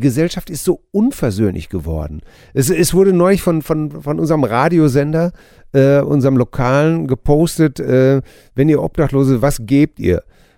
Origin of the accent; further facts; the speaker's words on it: Hamm, North Rhine-Westphalia, Germany; Ich mache jedes Jahr hier in Hamm, in meinem Heimatort, ein Benefizkonzert für die Charity-Organisation Herzenswünsche.